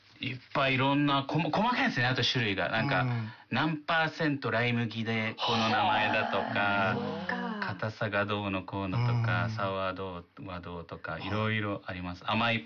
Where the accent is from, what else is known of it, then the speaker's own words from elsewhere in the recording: Germany; now in Japan; ドイツ生まれドイツ育ちで、学校も現地校に通ってました